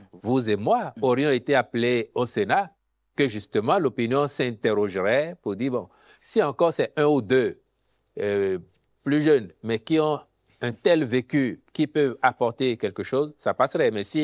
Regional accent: Benin

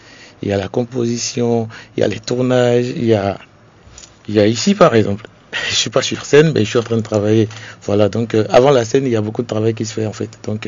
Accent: Benin; l'état civil, je suis béninois

